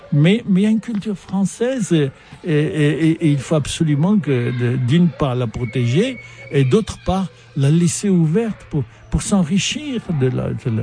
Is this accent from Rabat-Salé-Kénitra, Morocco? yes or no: no; Casablanca, Casablanca-Settat, Morocco; moved away as an adult; j'avais du Maroc, j'avais mon milieu au Maroc